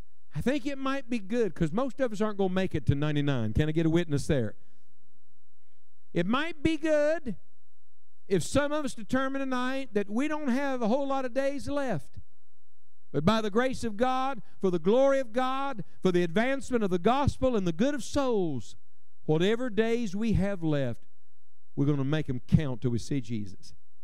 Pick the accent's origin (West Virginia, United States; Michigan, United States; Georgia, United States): West Virginia, United States; he said, I understand you're from West Virginia. And I smiled and I said, I am.